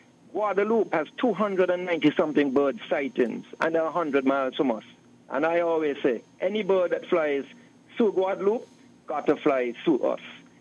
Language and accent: English; St. Kitts & Nevis; I remember I'm old guard now. So I grew up in Thinkits and Nevis and cricket was the biggest thing.